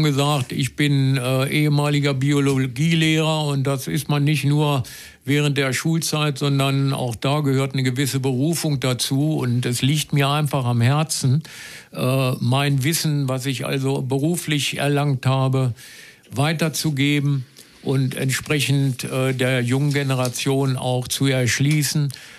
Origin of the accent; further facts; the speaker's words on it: Lower Saxony, Germany; wir kommen ja aus Feltenhof hier